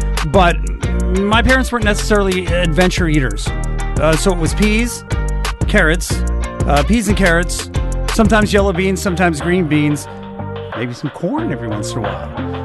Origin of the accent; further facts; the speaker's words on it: Ontario, Canada; now in southwestern Ontario, Canada; I grew up in Northern Ontario.